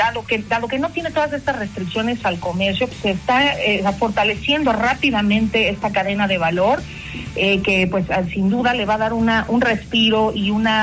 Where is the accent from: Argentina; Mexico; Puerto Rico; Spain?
Mexico